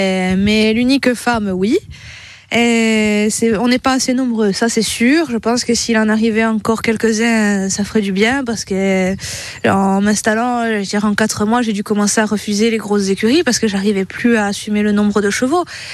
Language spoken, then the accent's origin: French; Corsica, France; Moi, je suis originaire de Lugne. Toute ma famille est en Balagne, entre Lugne, Moncal, Calenzane, Calvi.